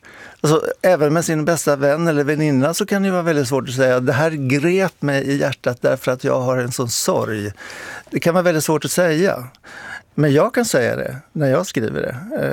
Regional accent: Linköping, Östergötland, Sweden; jag kommer ju från Linköping och där så jag uppfostrades på Östgöta teatern.

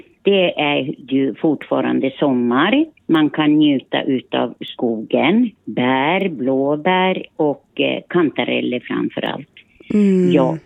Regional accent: Finland; born or raised there

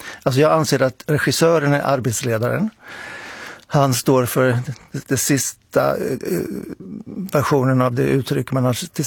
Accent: Linköping, Östergötland, Sweden; Men jag kommer ju från Linköping och där så jag uppfostrades på Östgöta teatern.

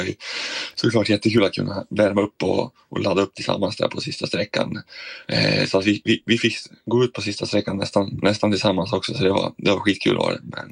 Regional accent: Borlänge, Dalarna County, Sweden; Hösten brukar vara fin hemma i Dalarna, så jag hoppas på en fin höst och mycket sol så att man kan njuta lite av vädret också.

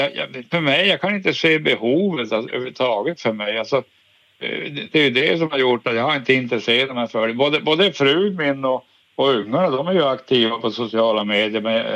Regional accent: Norrbotten County, Sweden; now in Luleå, Sweden; jag vet inte om min dialekt avslöjar mig. Jag är Tornedalen i grunden. Hela trakten.

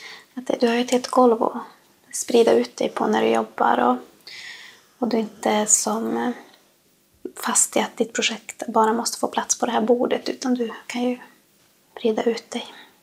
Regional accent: Lannavaara, Norrbotten County, Sweden; now in Vittangi, Sweden; Jag bor i Vittange. Men jag kommer ju från Lannavara. Uppväxt i Sarigoma sameby.

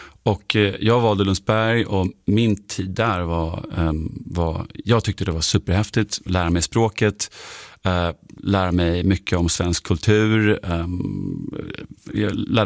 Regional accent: Germany; Och det är inte den första och enda nazisten jag har spelat. Det är liksom som tysk skådespelare så får man...

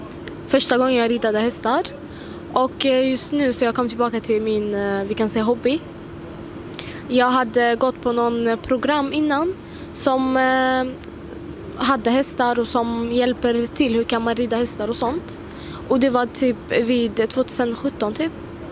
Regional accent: Syria; also born or lived in Jordan; now in Sweden; Jag kommer från Syrien faktiskt.

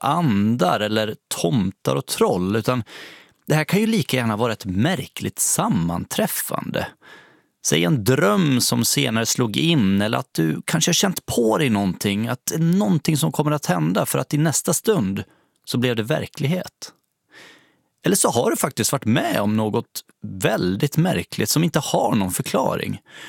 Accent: Borlänge, Dalarna County, Sweden; min egen uppväxt. Hemma i Bålänge i Dalarna hos min farmor och farfar

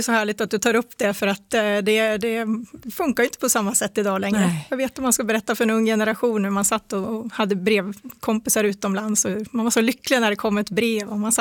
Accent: Jämtland County, Sweden; Jag är delvis uppvuxen i Härjedalen. Min familj hade en liten stuga i Tännäs som inte ligger så många mil ifrån Vemdalen.

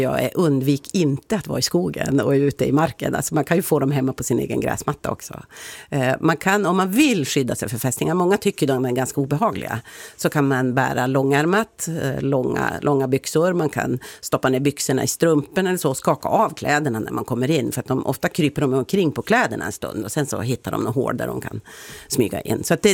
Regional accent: Piteå, Norrbotten County, Sweden; now in Västerbotten, Sweden; När jag var barn och växte upp i Piteå

